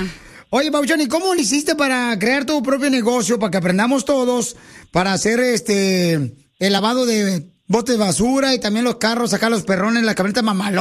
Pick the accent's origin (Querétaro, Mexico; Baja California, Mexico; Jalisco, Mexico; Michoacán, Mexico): Michoacán, Mexico; ¿a qué venimos de Michoacán, Estados Unidos?